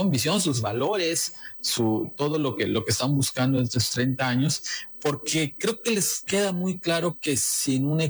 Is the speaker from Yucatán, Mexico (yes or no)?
yes; Yucatán, Mexico; Los que somos yucatecos